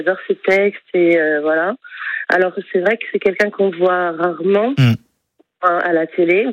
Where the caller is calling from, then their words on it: Brittany, France; Je suis bretonne.